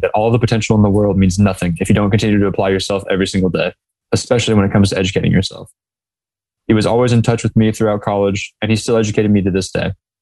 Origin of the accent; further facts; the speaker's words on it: Fort Wayne, Indiana, United States; creating some JB3 summits in my hometown of Fort Wayne.